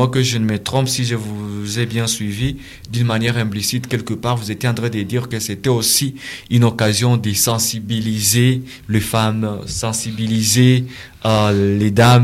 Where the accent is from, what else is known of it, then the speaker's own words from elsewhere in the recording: Butembo, North Kivu, DR Congo; Apparemment, c'est parmi des rares activités ici chez nous à Butembo.